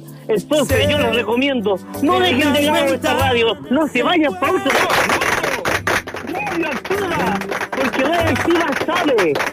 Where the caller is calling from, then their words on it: Puente Alto, Santiago Metropolitan Region, Chile; acá de Puente Alto.